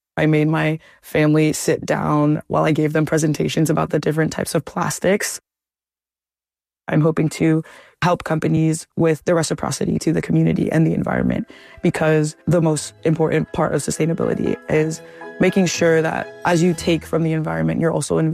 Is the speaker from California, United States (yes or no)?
yes; Los Angeles County, California, United States; now in Connecticut, United States; I grew up in Los Angeles County.